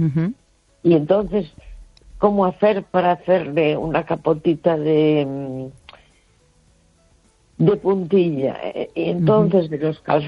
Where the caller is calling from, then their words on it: A Coruña, Galicia, Spain; de La Coruña.